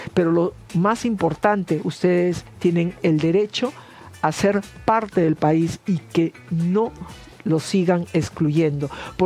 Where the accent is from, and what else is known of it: Peru